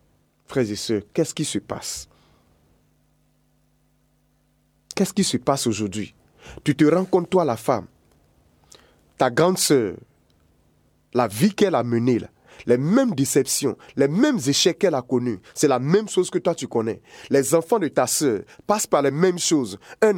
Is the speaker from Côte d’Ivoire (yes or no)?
yes; Côte d’Ivoire; Chez nous, en Côte d'Ivoire